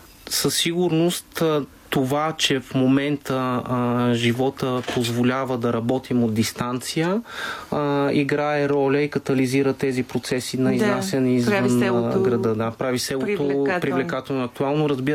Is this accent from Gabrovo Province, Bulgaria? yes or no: no; Pernik Province, Bulgaria; Аз съм от Трънския край и там, и там и тече този процес. В моето село вече има, не знам, може би 10 нови заселници.